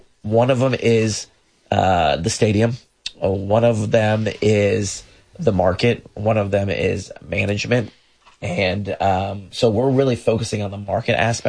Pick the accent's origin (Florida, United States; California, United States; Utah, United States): Florida, United States; Orlando; You know, Orlando has a great, you know, we're all from Orlando. We all grew up here. Still feels small to us.